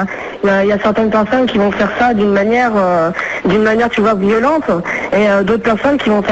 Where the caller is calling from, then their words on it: Nîmes, Occitanie, France; j'appelle de Nîmes.